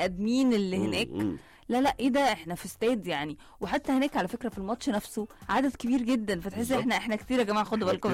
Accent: Egypt; احنا كمصريين

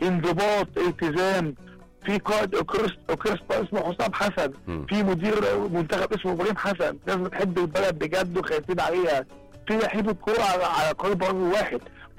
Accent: Egypt; ان احنا مصريين

